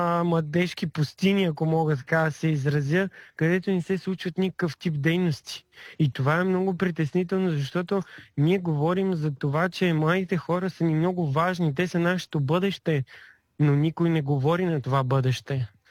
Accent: Varna, Varna Province, Bulgaria; в момента се намирам в моя роден град Варна

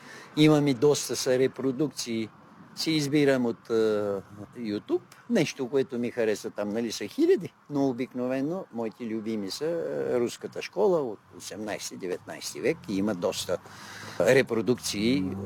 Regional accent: Dobrich, Dobrich Province, Bulgaria; born there; От град Добрич, там където съм роден. За известно време отсъствах от града по време на моята спортно-състезателна дейност и треньорска дейност, но вече от 30 и повече години си живее в Добрич.

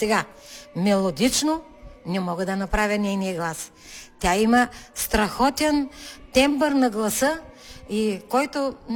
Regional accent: Chantulovo, Sliven Province, Bulgaria; Аз съм от него край. Бати Йовчо от Селиминово, аз съм от Чантулово. На 5 км ни е разликата от селата.

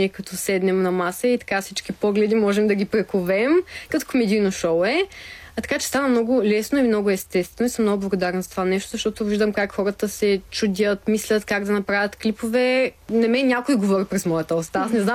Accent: Radnevo, Stara Zagora Province, Bulgaria; moved away as an adult; now in Sofia, Bulgaria; Аз съм от Раднево и обичам да се шегувам, тъй като там е най-голямата лудница, психиатрия, че то просто си ми е било описано да не съм пред с главата. Там имам и на детството, после се преместих в Стара Загора, в Търговска гимназия учих.

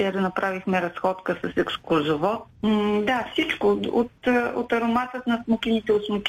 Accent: Sozopol, Burgas Province, Bulgaria; Созопол, моят роден град

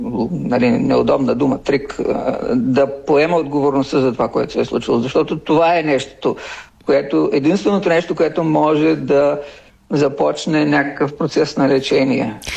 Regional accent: Bulgaria; защото съм от Източна България, където има много турци, а това беше забранено.

